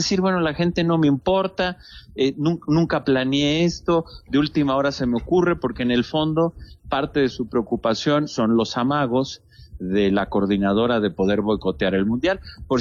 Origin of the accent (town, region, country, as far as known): Mexico